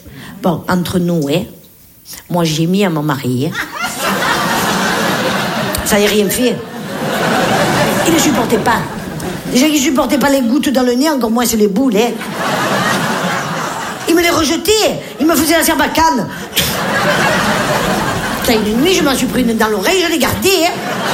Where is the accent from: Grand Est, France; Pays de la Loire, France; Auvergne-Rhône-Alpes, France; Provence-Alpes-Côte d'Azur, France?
Provence-Alpes-Côte d'Azur, France; Nice; Puis moi, je l'ai fait comme on l'a fait chez nous à Nice, à la pomme de terre, ça coûte rien.